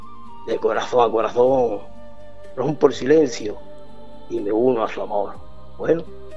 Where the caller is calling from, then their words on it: Huércal de Almería, Andalusia, Spain; de Huércal de Almería.